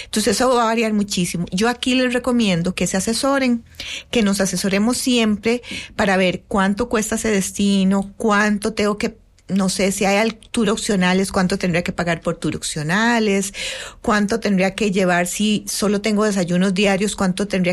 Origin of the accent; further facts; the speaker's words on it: Costa Rica; A Europa, como ticos, como costarricenses, no ocupamos visas, entonces simplemente ocupamos el pasaporte.